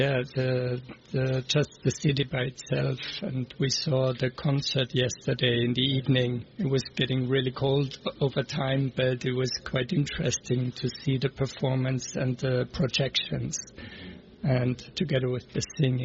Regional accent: Vienna, Austria; also from Vienna.

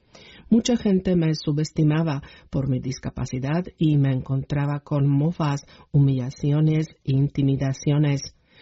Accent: southern Slovakia, Slovakia; provengo del sur de Eslovaquia y aunque no se trata de una tierra plana, tampoco es montañosa y en mi familia tampoco se esquiaba.

